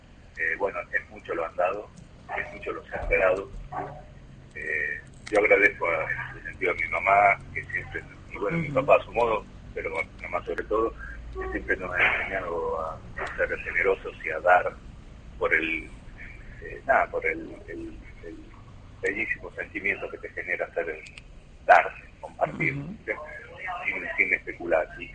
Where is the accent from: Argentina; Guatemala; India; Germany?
Argentina; La Rioja; por ser riojano, y esa ventaja que tenemos los riojanos cuando somos fuera de la Rioja, de ser pocos, ¿no? Que andamos ahí fuera de nuestro terruño.